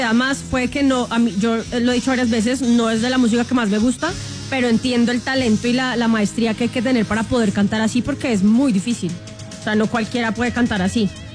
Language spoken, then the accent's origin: Spanish; Bogotá, Colombia; Claro que sí, es que como bogotanos tenemos que sentirnos muy orgullosos